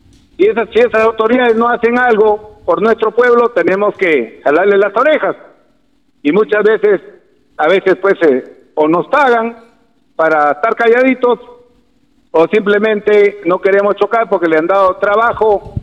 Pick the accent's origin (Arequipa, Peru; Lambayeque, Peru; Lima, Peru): Lambayeque, Peru; Olmos; born there; moved away; yo desde que he venido a mi pueblo, me expongo a todo eso, ofrendo mi vida si es necesario. Yo no tengo temor a que me puedan hacer algo, porque los problemas en Olmos son muy difíciles.